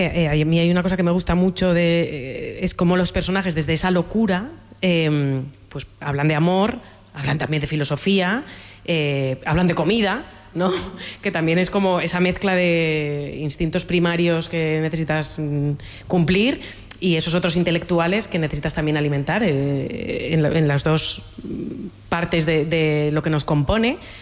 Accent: Valencian Community, Spain; Soy valenciana.

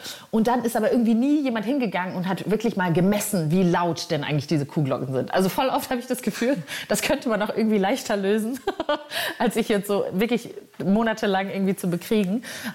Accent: Neukirchen-Vluyn, North Rhine-Westphalia, Germany; Also Neukirchen-Flüelen, da wo ich aufgewachsen bin, ist wirklich sehr klein, sehr provinziell. Und immer wenn wir nach Duisburg oder Dortmund eben gefahren sind, das war für mich dann die große weite Welt.

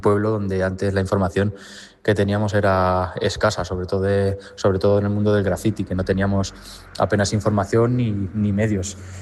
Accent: Castilla-La Mancha, Spain; now in Pedro Muñoz, Spain; nada, por presentarme un poquito, soy un chaval de 34 años, manchego, vivo en un pueblecito de Ciudad Real, en el centro de La Mancha, que se llama Pedro Muñoz. Soy manchego a tope, llevo siempre mi tierra por bandera.

